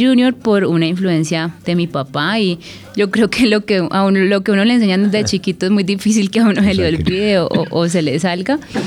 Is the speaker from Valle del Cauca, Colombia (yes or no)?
yes; Cali, Valle del Cauca, Colombia; moved away; como buena caleña, amo mi ciudad, creo que soy una mujer muy afortunada por haber nacido sí. en Cali, me gustaría en algún momento regresar para seguir trabajando por mi ciudad